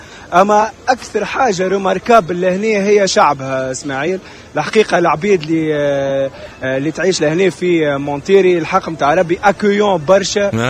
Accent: Tunisia

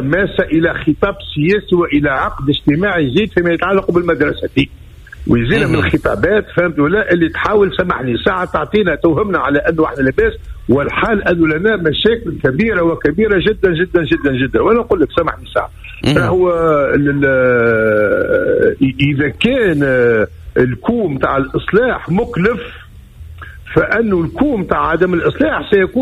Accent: Tunisia; احنا عندنا في تونس

